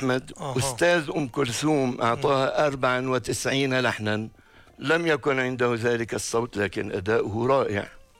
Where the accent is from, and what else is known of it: Aleppo, Aleppo Governorate, Syria